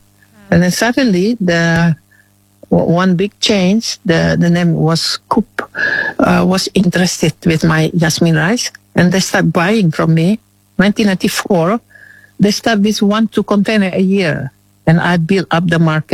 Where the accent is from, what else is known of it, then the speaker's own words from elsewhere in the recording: Padang, West Sumatra, Indonesia; English is a second language; moved away as an adult; now in Oslo, Norway; Because I'm originally from Padang, you know, so I love chili very much.